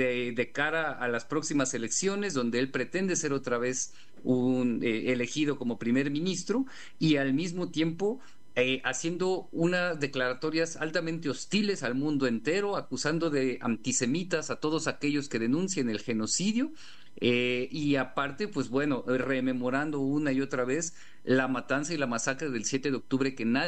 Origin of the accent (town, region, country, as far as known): Mexico